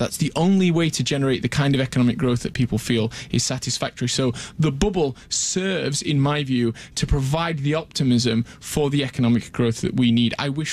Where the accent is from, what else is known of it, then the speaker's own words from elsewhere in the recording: Sheffield, Yorkshire and the Humber, United Kingdom; I'm from Sheffield, I'm a yes. northerner.